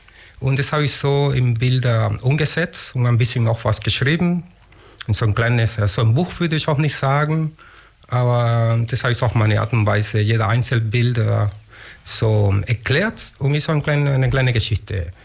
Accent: Havana, Cuba; German is a second language; moved away as an adult; now in Augsburg, Germany; Ich komme aus Havanna, Kuba. Lebe in Deutschland, in Augsburg, schon seit dann bald 23 Jahre lang

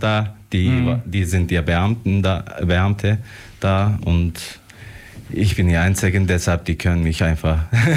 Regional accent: Bursa, Turkey; German is a second language; jetzt ist natürlich, ich bin in Bursa geboren und gewachsen.

